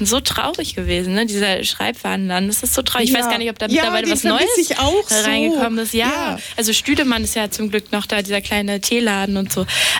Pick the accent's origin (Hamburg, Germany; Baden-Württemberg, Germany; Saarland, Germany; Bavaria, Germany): Hamburg, Germany; ich bin in der Schanze aufgewachsen. Die Schanze war früher noch viel zerlodderter.